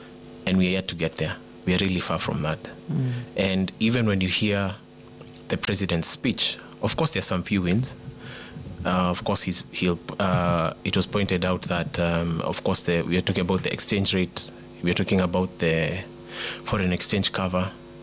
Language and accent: English; Kenya; because I'm a Kenyan citizen, right?